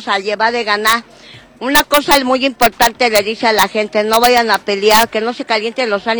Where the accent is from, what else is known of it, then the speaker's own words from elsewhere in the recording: Pachuca, Hidalgo, Mexico; Yo soy de Pachuca y vengo del mero, donde nació el fútbol